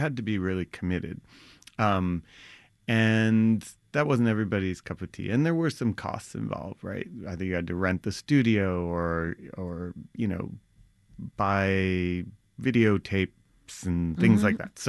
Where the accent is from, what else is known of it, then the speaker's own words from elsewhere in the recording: New York City, New York, United States; I grew up in Brooklyn as well